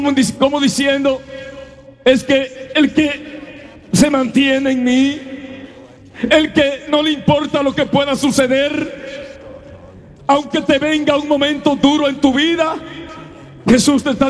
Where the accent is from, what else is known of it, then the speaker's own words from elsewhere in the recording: Dominican Republic; En una ocasión voy caminando por las calles de una ciudad de mi pueblo.